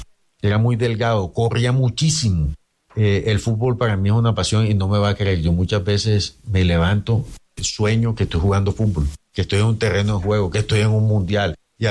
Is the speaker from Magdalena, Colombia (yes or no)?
yes; Santa Marta, Magdalena, Colombia; A ver, yo soy samario, me gusta la Unión Magdalena